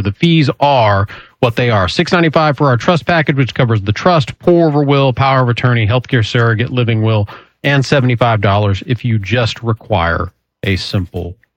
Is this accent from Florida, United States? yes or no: yes; Florida, United States; I have not been in a pawn shop. However, that's I have cool. done a flea market because I grew up in Polk County.